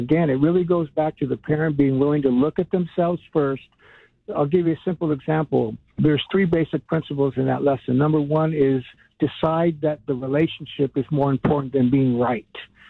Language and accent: English; Los Angeles, California, United States; And I grew up in Northeast L.A., which is, you know, there's known for violence and gangs and drugs and things like that.